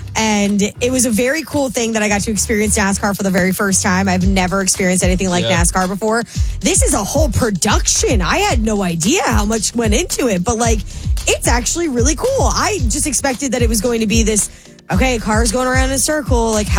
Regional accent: New Jersey, United States; accent: Jersey; when I drink, my Jersey accent comes out more.

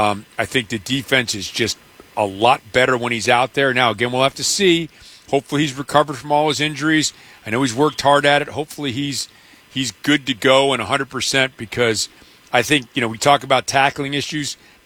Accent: New York, United States; I grew up in New York and hated the Yankees.

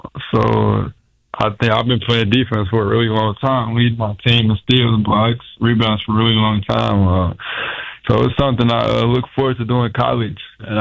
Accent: Illinois, United States; Just being from Illinois, wanting to represent my home state.

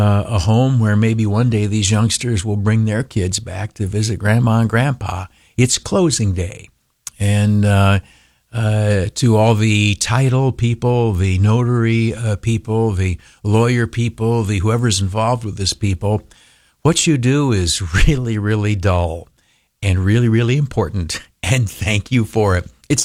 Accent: New York City, New York, United States; You're only questioning me because I am a Democrat from New York City.

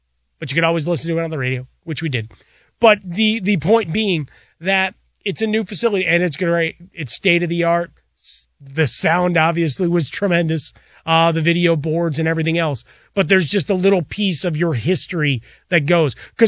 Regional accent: Chicago, Illinois, United States; And growing up in Chicago, right? Old Comiskey Park into New Comiskey Park.

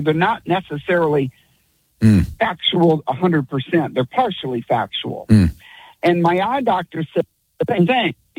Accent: Virginia, United States; I grew up in Virginia, okay?

